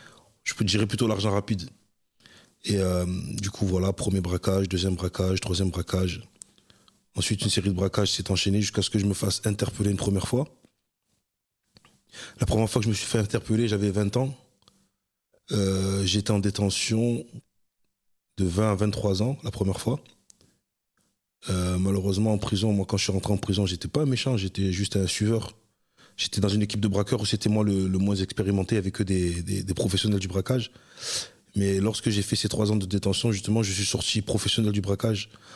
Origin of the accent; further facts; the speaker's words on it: Marseille, Provence-Alpes-Côte d'Azur, France; born there; je suis né à Marseille. J'ai 37 ans.